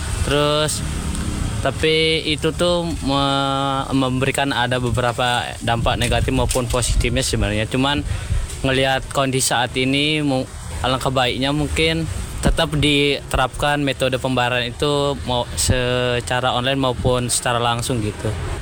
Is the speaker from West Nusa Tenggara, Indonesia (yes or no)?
yes; East Lombok, West Nusa Tenggara, Indonesia; asli Lombok Timur.